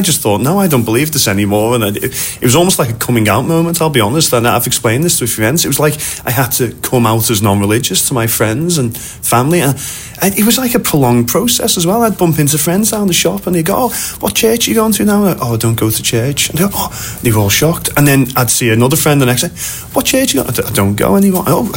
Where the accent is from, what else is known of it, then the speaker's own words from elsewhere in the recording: Liverpool, North West England, United Kingdom; But for me, I'm a lad from Liverpool, County Road, raised, you know.